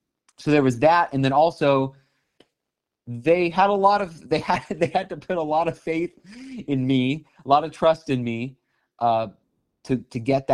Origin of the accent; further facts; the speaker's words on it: Los Angeles, California, United States; So I had the good luck of growing up in California, in Los Angeles. So this happens to be a place where there's musicians all over the place.